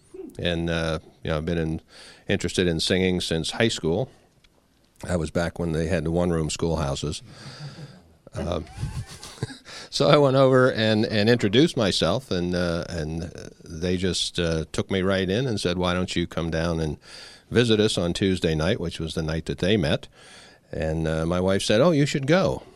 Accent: Wampum, Pennsylvania, United States; I'm from Wampum, Pennsylvania.

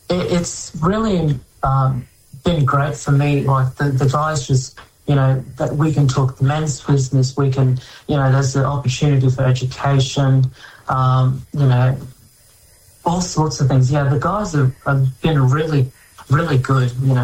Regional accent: Bundaberg, Queensland, Australia; I grew up in Bundaberg, my hometown. That's where I started my journey as an Aboriginal health worker trainee.

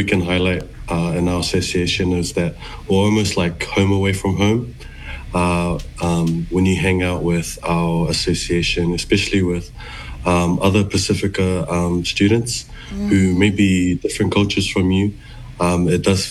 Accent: Tarawa, Gilbert Islands, Kiribati; I'm from the islands of Kiribati, and I am from Nonose and Tarawa

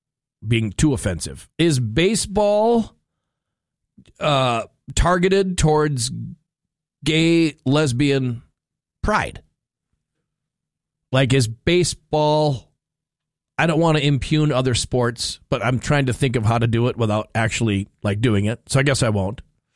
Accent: United States; being an American and a baseball watcher from birth

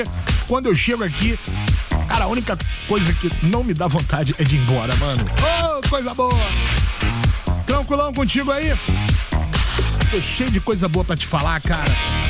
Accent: Brazil; Sou brasileiro

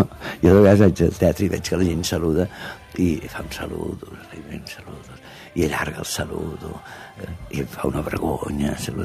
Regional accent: Catalonia, Spain; Potser sí que soc català

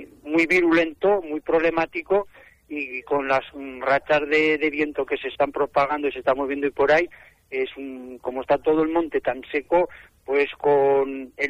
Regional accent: Luesia, Aragon, Spain; Sí, sí, soy de aquí de Luesa, sí. Tengo mi explotación aquí en Luesa.

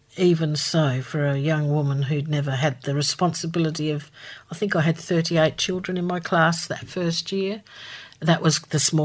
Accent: Port Vincent, South Australia, Australia; And I grew up on York Peninsula in South Australia. Mm. I was a country kid.

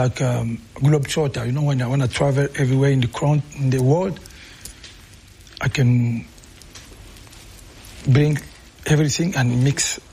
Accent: Kinshasa, DR Congo; first language Lingala; English is a second language; I never speak Swahili when I grew up in Kinshasa. I speak just Lingala, a little bit French.

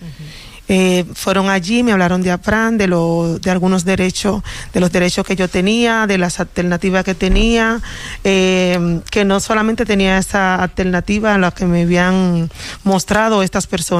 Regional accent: Dominican Republic; now in Spain; yo soy de origen dominicano. Uh-huh. Y llegué aquí a España en el 2021

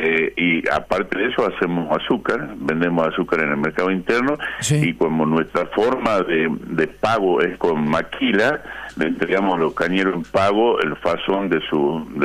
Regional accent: northern Argentina, Argentina

